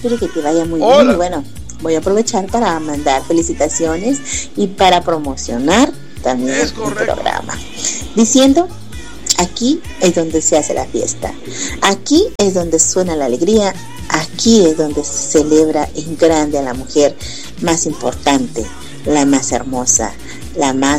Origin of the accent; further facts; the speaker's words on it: Tizimín, Yucatán, Mexico; desde mi tierra bonita, desde la hermosa tierra Tizimín, Yucatán